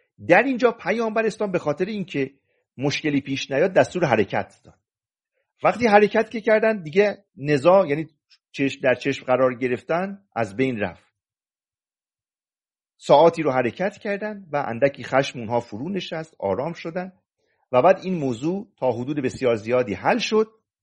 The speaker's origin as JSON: {"language": "Persian", "region": "Mazandaran", "country": "Iran"}